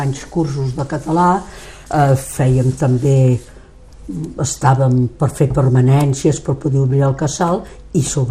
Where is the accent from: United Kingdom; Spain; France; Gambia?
France; Catalan is a second language; Per tant, vull aprendre català, sabent que sóc francès i que faig català perquè professionalment i políticament em va bé.